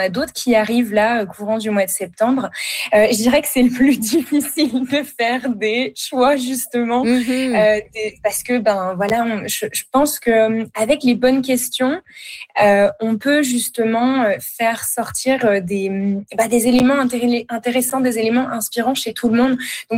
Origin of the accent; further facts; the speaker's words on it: France; moved away as an adult; now in Canada; Alors en fait, moi je suis française d'origine, je suis arrivée au Canada, au Québec notamment en 2021